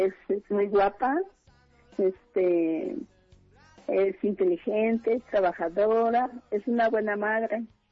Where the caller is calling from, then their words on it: Mexico City, Mexico; De la Gustavo Madrón